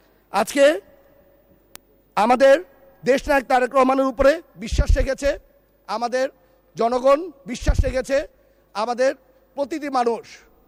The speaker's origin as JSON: {"language": "Bangla", "area": "Narayanganj", "region": "Dhaka Division", "country": "Bangladesh", "said": "এখন আমি নারায়ণগঞ্জের ছেলে হিসাবে কয়েকটি কথা বলি।"}